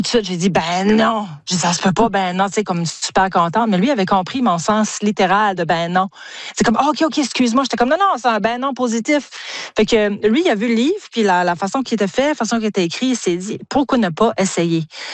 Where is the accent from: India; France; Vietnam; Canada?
Canada; Shippagan, New Brunswick; c'est chez nous, dans ma ville natale, à Chipagan